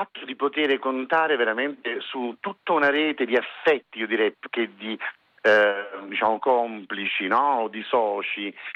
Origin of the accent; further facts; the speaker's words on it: Caserta, Campania, Italy; io sono originario di Caserta